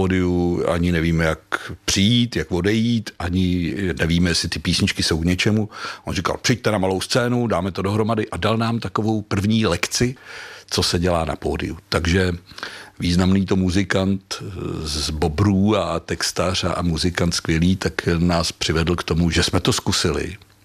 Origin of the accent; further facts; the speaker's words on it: South Bohemian Region, Czechia; moved away as an adult; i když už od 23 let žiju jinde, tak jsem pořád Jihočech tělem a duší